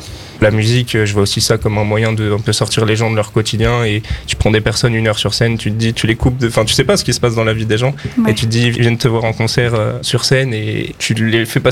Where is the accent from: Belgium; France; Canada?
France; Paris, Île-de-France; c'est une des salles où je suis allé voir mes premiers concerts quand j'étais petit à Paris.